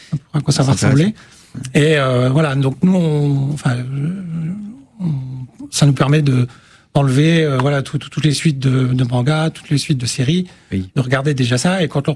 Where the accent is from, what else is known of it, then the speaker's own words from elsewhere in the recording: Peru; Non, parce que je suis pas originaire de la région. Je suis originaire